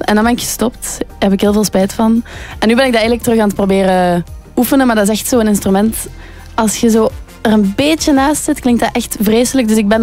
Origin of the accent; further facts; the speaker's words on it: Ghent, Flanders, Belgium; Ik ben van Gent-Gent, 9000.